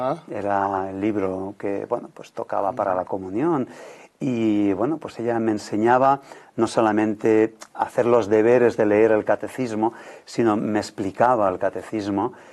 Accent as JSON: {"language": "Spanish", "town": "Fraga", "region": "Aragon", "country": "Spain", "tie": "born there", "said": "yo nací en Fraga, provincia de Huesca, en un pueblo de Buenafruta."}